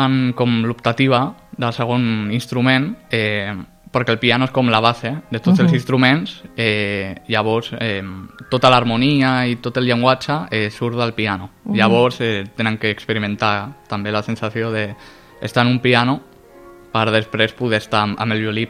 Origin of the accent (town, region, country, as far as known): Castellar del Vallès, Catalonia, Spain; born or raised there; also born or lived in Sabadell